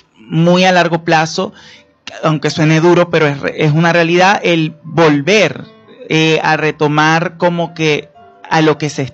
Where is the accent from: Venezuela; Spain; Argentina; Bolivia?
Venezuela; esa resiliencia que nos ha caracterizado como venezolanos